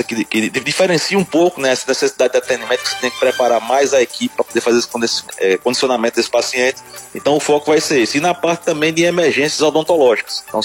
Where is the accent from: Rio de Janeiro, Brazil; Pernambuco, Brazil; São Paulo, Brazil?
Pernambuco, Brazil; Serra Talhada; moved away; Você tem noção, eu sou de Serra Talhada, na época que eu saí não tinha nenhum, hoje já tem 2.